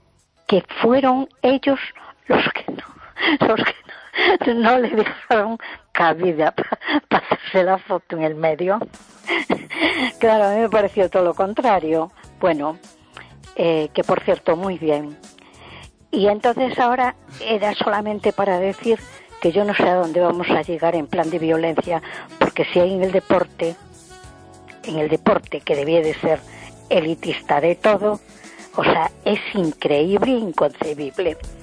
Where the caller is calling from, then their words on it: A Coruña, Galicia, Spain; de Coruña.